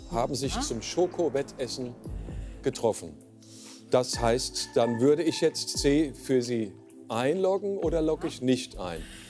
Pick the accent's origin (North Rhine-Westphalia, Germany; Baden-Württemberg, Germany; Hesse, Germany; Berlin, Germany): Hesse, Germany; Offenbach; Und die Susanne aus meiner Heimatstadt Offenbach hat es auch richtig erkannt.